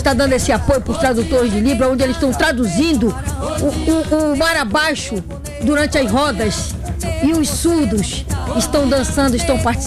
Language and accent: Portuguese; Brazil; Eu também sou brasileira.